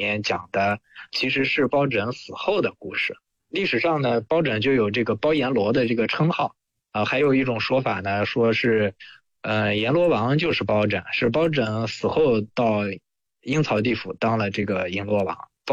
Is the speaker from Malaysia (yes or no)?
no; China